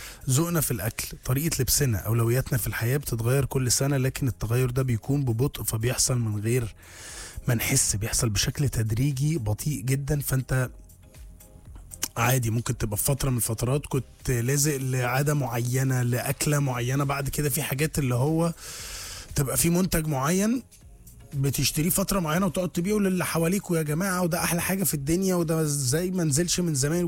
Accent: Egypt

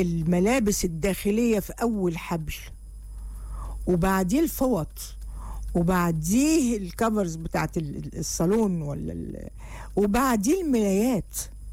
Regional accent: Egypt

